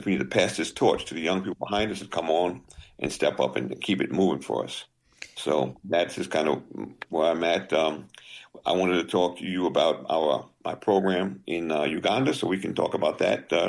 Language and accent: English; Staten Island, New York, United States; So that's my where I'm from. My background from Staten Island, New York. Born and bred in Staten Island.